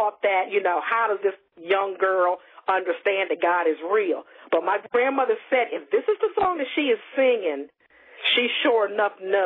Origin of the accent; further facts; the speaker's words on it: Ridgely, Maryland, United States; Well, I am originally from Ridgely, Maryland, and it's a small country town, and my grandmother was a gifted musician.